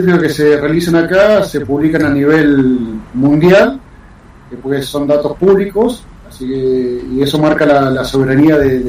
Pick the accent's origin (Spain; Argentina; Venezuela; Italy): Argentina; now in Esperanza Base, Antarctica; como si fuese la bandera argentina nuestra.